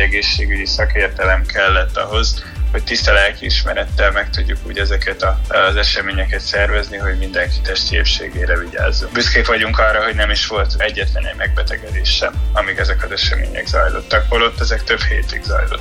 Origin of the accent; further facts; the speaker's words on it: Debrecen, Hajdú-Bihar, Hungary; én nyilván tőzsikeres debreceniként elfogult vagyok